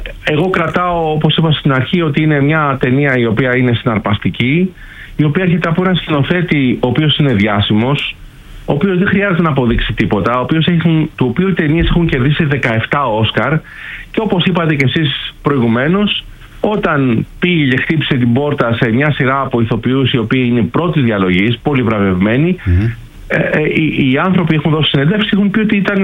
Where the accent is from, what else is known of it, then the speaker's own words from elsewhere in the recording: Greece; επειδή κάνουμε τη συζήτηση εδώ στην Ελλάδα ως Έλληνες